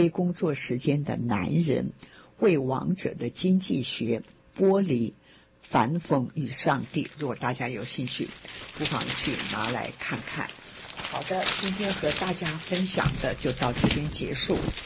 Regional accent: China; 但是我就讲我们中国人呐、又要讲的，我们中国人的诗不好吗？

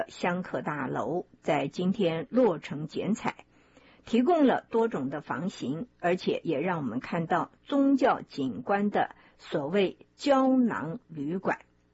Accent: Donggang, Pingtung County, Taiwan; now in United States; 每一年我都非常非常怀念我小时候在台湾，从最南部的东港一直到我后来来到美国，看到这里的一些庙会。

